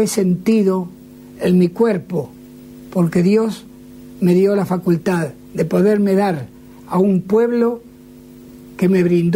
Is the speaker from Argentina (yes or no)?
yes; Argentina; argentino, que a través de él pude conocer otros países tan hermoso como este, pero no tan querido para mí como mi Argentina